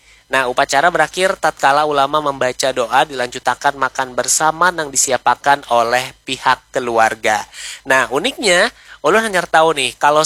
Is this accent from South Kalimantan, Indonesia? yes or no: yes; Banjarmasin, South Kalimantan, Indonesia; ulun ini termasuk Banjar Kuala Dang Sanak Perempat karena memang dari kecil lahirnya di Banjar, tinggalnya pun juga di Banjarmasin